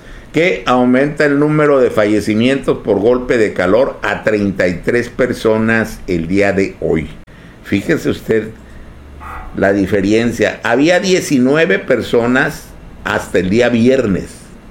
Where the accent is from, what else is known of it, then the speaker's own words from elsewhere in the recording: the Valley, Baja California, Mexico; somos del Valle